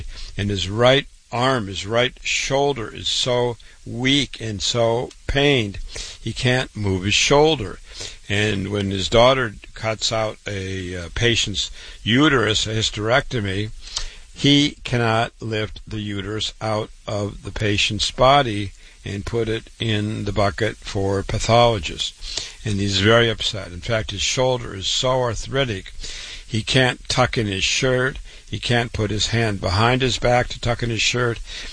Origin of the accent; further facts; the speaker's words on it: Waterloo, Iowa, United States; Born and raised in Waterloo, Iowa, board certified, triple board certified, went to public school, university, MD at 25